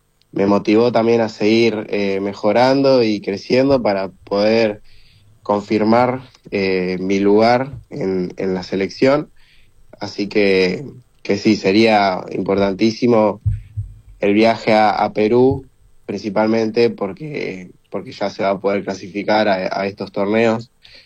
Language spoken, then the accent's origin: Spanish; Argentina; Es un orgullo el poder representar a Argentina, a mi país